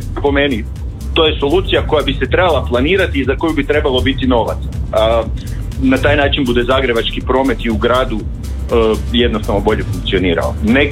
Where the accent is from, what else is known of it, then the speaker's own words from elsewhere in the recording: Varaždin, Varaždin County, Croatia; Ja sam iz Varaždina, ovi moji varaždinski oci i se hvale kružnim tokovima oko grada.